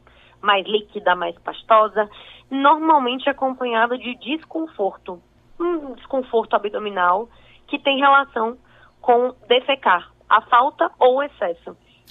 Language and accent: Portuguese; Rio Grande do Sul, Brazil; moved away as an adult; now in Bahia, Brazil; Eu sou do Rio Grande do Sul, mas fiz faculdade aqui na UFBA, na Federal da Bahia